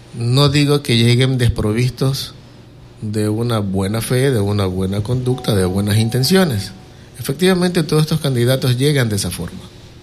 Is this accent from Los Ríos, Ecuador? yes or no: yes; Quevedo, Los Ríos, Ecuador; Nosotros que nacimos, hemos crecido aquí en Quevedo y nos hemos desarrollado profesionalmente aquí en Quevedo